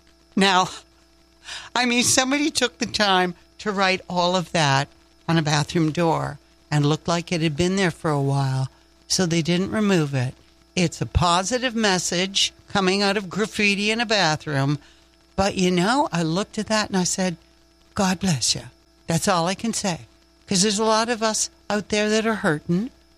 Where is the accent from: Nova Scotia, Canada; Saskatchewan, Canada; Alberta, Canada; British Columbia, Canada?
Nova Scotia, Canada; moved away as an adult; now in Ontario, Canada; I'm from Nova Scotia, and I got to say I'm a very proud Nova Scotianer, even though I've lived in Ontario for most of my adult life. The Maritimes are in the marrow of my bones.